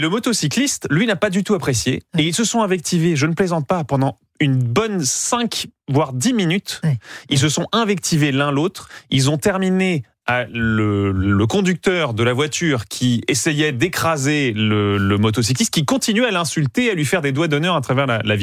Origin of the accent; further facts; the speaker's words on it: Quebec, Canada; moved away as an adult; j'ai grandi au Québec.